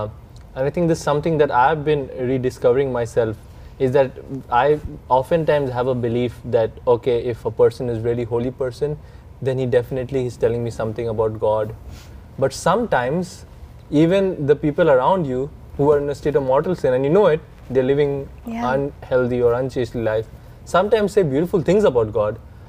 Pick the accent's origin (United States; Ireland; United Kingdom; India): India; Me as an Indian.